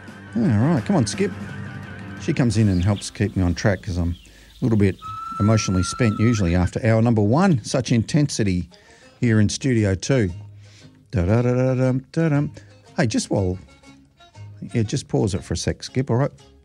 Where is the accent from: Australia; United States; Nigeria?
Australia; be proud that we are Australian.